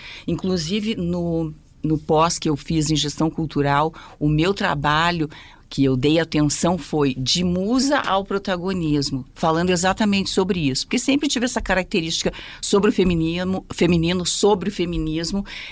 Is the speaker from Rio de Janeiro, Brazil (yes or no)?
no; Porto Alegre, Rio Grande do Sul, Brazil; Eu sou do Rio Grande do Sul, de Porto Alegre